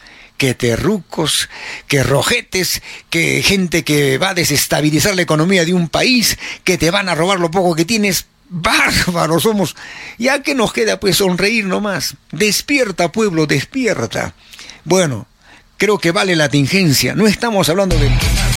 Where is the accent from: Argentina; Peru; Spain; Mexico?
Peru